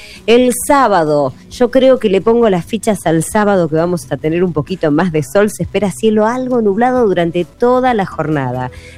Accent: Argentina; así somos los argentinos

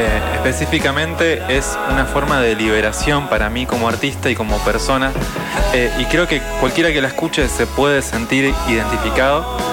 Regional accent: Rosario, Santa Fe, Argentina; Somos dos artistas rosarinos que nos cruzamos en 2018 de casualidad en Nueva York.

